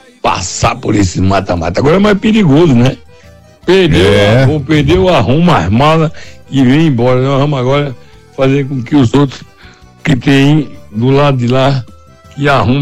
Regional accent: Paraíba, Brazil; Eu sou paraibano, sim. Sou paraibano de coração

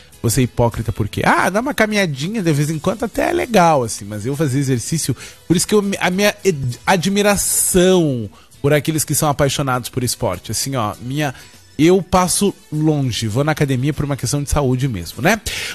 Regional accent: Bagé, Rio Grande do Sul, Brazil; moved away; lá da minha cidade natal, de Bagé.

